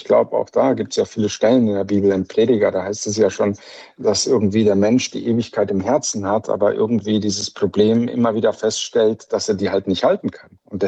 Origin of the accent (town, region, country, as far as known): Spain; born or raised there